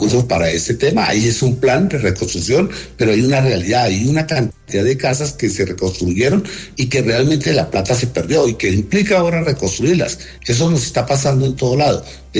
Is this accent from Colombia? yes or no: yes; Colombia; es que como colombianos hacemos una veeduría